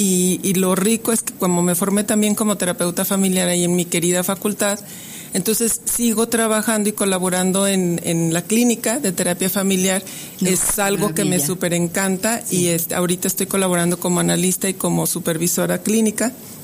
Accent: Durango, Mexico; born there

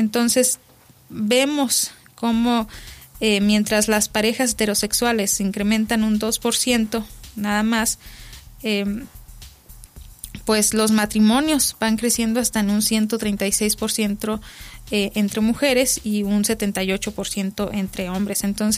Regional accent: Mexico

